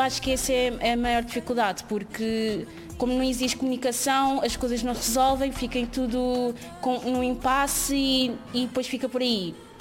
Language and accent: Portuguese; Lisbon, Portugal; como eu nasci no bairro